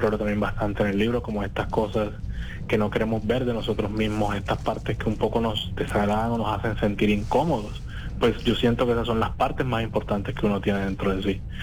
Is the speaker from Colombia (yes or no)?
yes; Cartagena, Bolívar, Colombia; Yo nací, mis primeros años fue en La Esperanza. Ajá. Luego nos mudamos para el barrio de Los Alpes. Allá sí. viví casi toda mi infancia y parte de mi adolescencia.